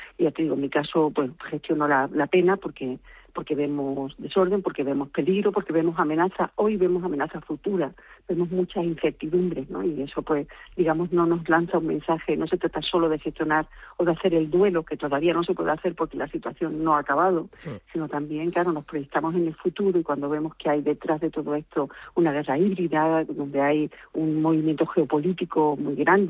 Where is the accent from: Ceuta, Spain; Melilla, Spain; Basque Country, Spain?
Ceuta, Spain; also born or lived in Las Palmas de Gran Canaria; Sí, yo nací, para ser exacto, en Las Palmas de Gran Canaria de forma circunstancial, porque mis padres que sí eran de Ceuta...